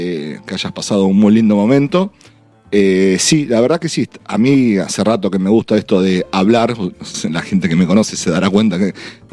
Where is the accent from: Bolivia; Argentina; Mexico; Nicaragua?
Argentina; Casilda, Santa Fe; moved away; mi ciudad natal, Casilda, provincia de Santa Fe, ahí a unos 50 kilómetros de Rosario.